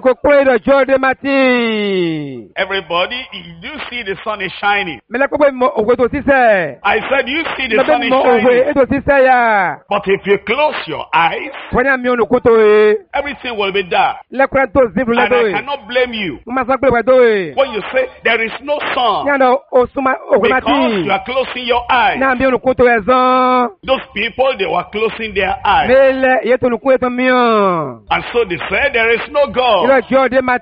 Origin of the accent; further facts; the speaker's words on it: Nigeria; Because I came from Nigeria, Africa.